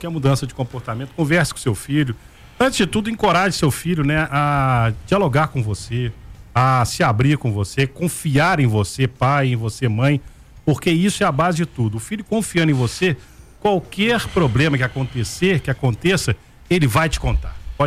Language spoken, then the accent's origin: Portuguese; Brazil; Sou brasileiro, sempre